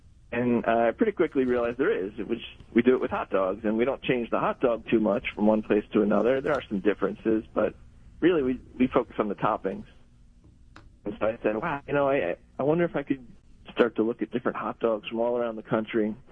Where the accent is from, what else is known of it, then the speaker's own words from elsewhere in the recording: New Jersey, United States; it's all love letter to my home state, New Jersey.